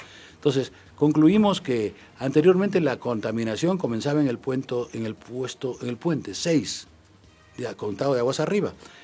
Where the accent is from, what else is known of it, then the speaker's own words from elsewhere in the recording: Peru; now in United States; primero estuve en Arabia, luego en América Central. Yo soy peruano originalmente